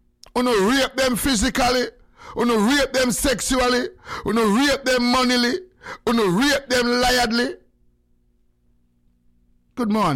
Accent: Kingston, Jamaica; Cabrera give you no, so I come from Tivoli Garden.

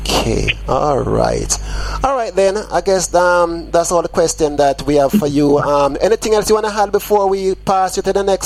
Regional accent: Jamaica; Myself, I'm from St. Catherine.

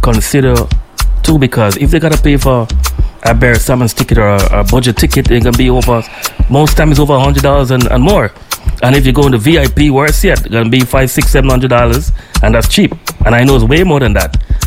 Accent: Guyana; as a little kid growing up in Guyana

